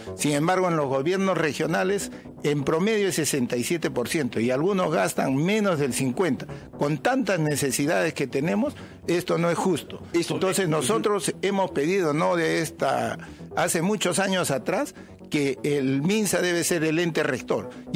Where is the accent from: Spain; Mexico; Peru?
Peru; Arequipa; Yo soy arequipeño, por ejemplo, en Camaná tenemos el hospital de salud de Camaná